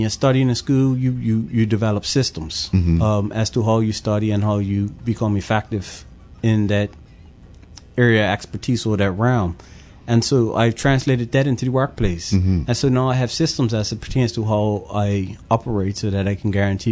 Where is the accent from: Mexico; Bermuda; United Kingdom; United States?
Bermuda; Pembroke; And so growing up in Pembroke, you then associate yourself with the community associations and the community clubs in Pembroke.